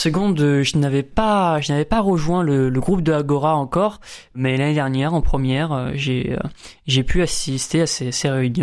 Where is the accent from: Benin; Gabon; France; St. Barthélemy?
France; Montpellier, Occitanie; also born or lived in La Motte-Servolex, Savoie; Je viens de Montpellier. Je suis né ici. J'ai habité presque toute ma vie ici. J'ai eu 2 ans où je suis parti en Savoie.